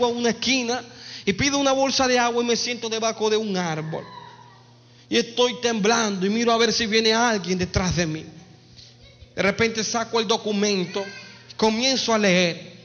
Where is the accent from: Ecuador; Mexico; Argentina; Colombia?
Colombia; Me llevan a un lugar en mi país que se llama Caimito Sucre.